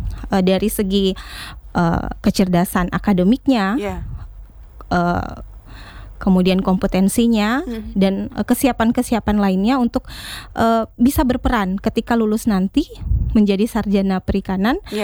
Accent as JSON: {"language": "Indonesian", "town": "Kendari", "region": "Southeast Sulawesi", "country": "Indonesia", "tie": "born or raised there", "said": "Lahir di Kendari, SD mulai dari TK, SD, SMP, SMA, tepatnya lulusan dari SMA Negeri 4 Kendari atau biasa disebut SMA Mandonga, ya."}